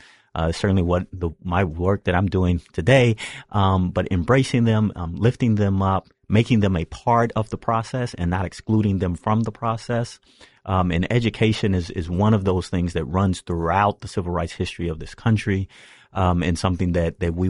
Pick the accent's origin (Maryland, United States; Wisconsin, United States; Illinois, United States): Illinois, United States; Chicago; born there; I was born in Chicago, south side of Chicago.